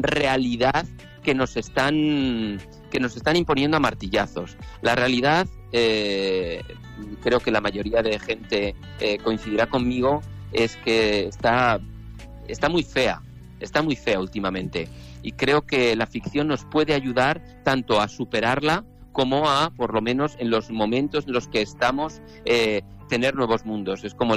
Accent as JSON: {"language": "Spanish", "region": "Aragon", "country": "Spain", "said": "como les ocurre a muchos aragoneses, yo soy aragonés por ambas partes, por padre y madre. Por padre es de Murillo de Gállego, todos mis ancestros, pero por madre, mi madre es de Tella"}